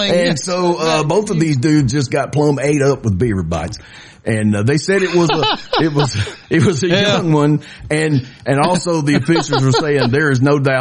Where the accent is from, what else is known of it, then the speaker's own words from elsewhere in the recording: Mississippi, United States; It's just weird to me because, you know, we come from a place like Pancake and I grew up in Mississippi.